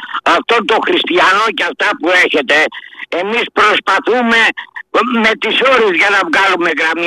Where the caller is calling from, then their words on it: Marousi, Attica, Greece; είμαι από Μαρούσι.